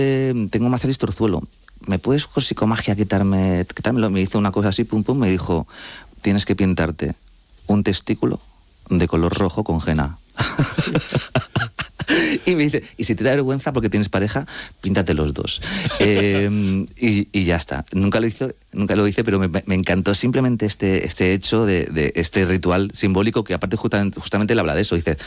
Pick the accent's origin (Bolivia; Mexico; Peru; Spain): Spain; Madrid, Community of Madrid; te he dicho ya que soy madrileño